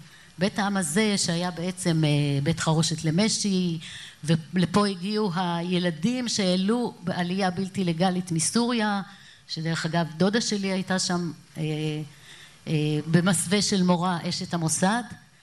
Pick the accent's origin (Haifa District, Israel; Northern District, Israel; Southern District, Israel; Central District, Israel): Northern District, Israel; Rosh Pinna; born or raised there